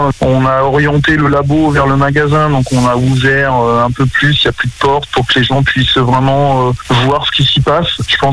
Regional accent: Le Mans, Pays de la Loire, France; Moi, je suis originaire du Mans

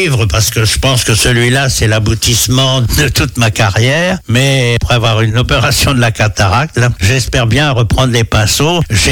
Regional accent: Tuffé, Pays de la Loire, France; now in Lombron, France; Tuffet, mon village natal

